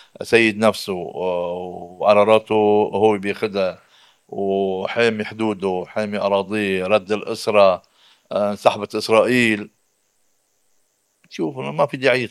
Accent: Lebanon; يعني طريقة التعاطي الإداري هون نحن كلبنانيين معنى تحرر من الخيوط اللي بتخليك تتحرك

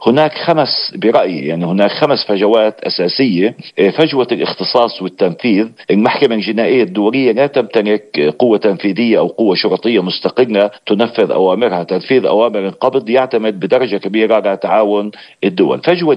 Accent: Palestine; نحن كفلسطينيين

